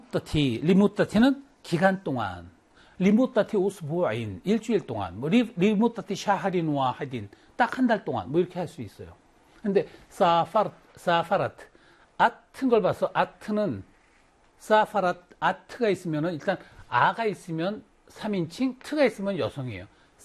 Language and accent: Korean; Wonju, Gangwon, South Korea; born there; 내가 원주 사람이니까. 이렇게 강원도 원주.